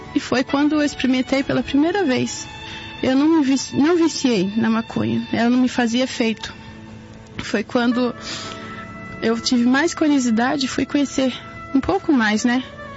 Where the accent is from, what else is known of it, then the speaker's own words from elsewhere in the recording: Sorocaba, São Paulo, Brazil; sou da cidade de Sorocaba e eu vim aqui contar meu testemunho. Eu tenho 31 anos